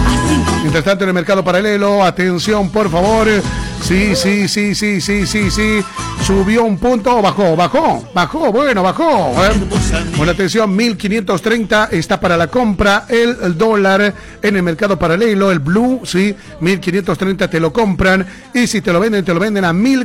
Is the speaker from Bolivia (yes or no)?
yes; Bolivia; moved away; todos somos bolivianos y estamos lejos de nuestro querido país.